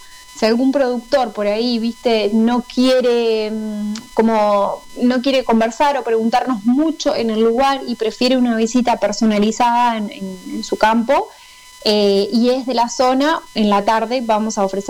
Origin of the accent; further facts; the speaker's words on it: Dolores, Soriano, Uruguay; yo soy de Dolores